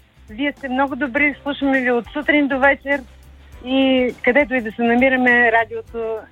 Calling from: Botevgrad, Sofia Province, Bulgaria; съм от Ботевград.

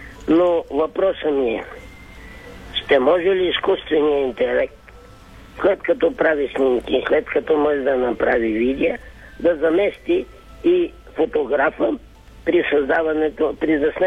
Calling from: Mezdra, Vratsa Province, Bulgaria; съм от Мездра.

